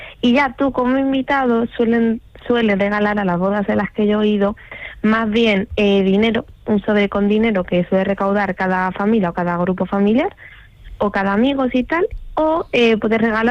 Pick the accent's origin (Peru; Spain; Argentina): Spain; born there; yo nací en España